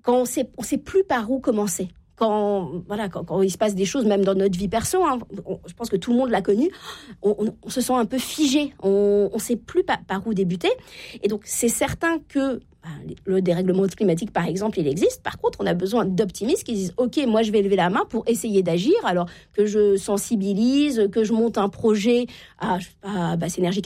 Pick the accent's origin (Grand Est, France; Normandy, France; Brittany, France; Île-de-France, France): Normandy, France; Je viens de la Normandie, Uber Eats n'est pas arrivé partout en France.